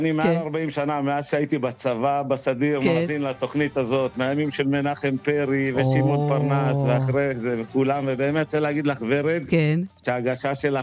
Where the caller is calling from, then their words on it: Gedera, Central District, Israel; ישראלי מגדרה.